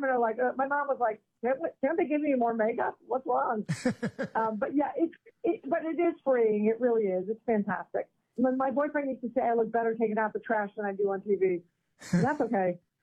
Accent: Kansas City, United States; He's from right here. Yeah, I grew up here in Kansas City.

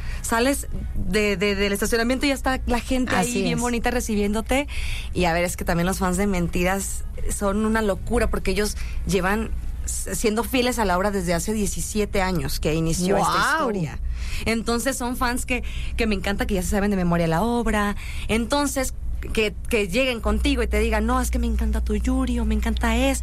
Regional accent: Ciudad Obregón, Sonora, Mexico; ¿Desde Obregón, Sonora? ¿Desde mi rancho?

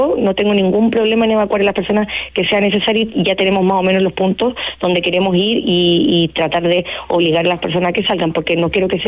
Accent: Chile; nosotros somos chilenos, tenemos nuestro ADN, ¿cierto?

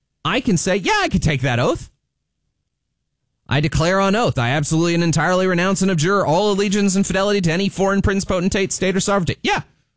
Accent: United States; born there; I'm an American. I love this country. I live in this country. I was born in this country.

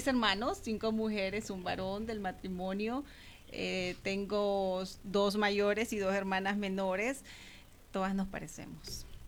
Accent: Tegucigalpa, Francisco Morazán, Honduras; Soy de Tegucigalpa, nací en Tegucigalpa y crecí en Tegucigalpa, capitalina 100%, pero amo el campo

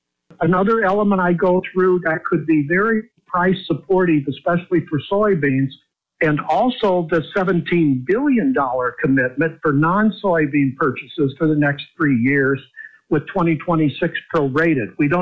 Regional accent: Midwest, United States; now in Virginia, United States; I'm originally from the Midwest, even though I've been in Virginia since the mid-70s

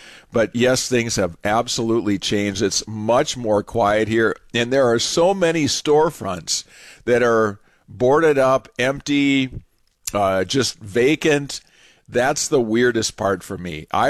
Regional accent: Minnesota, United States; also born or lived in Illinois; I actually was born and grew up, born in Illinois, grew up in a little bit north of the Twin Cities area in farm country. But I spent my college years and my first working years down here.

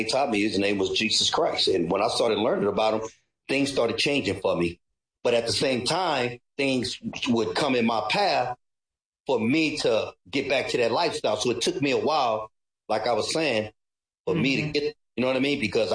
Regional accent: Philippines; Really, I found him because, you know, me being Filipino, I was raised as a Catholic and I'm not here to knock Catholic.

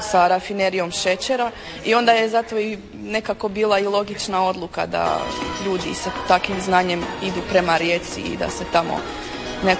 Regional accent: Antwerp, Flanders, Belgium; Croatian is a second language; ali kako je Antwerpen, moj rodni grad, bio toliko bitan u 16. stoljeću, ranom modernom vijeku, ja sam nekako imala osjećaj, mora biti neka poveznica.

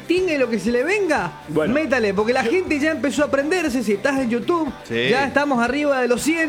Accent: Mendoza, Argentina; soy de acá de Mendoza

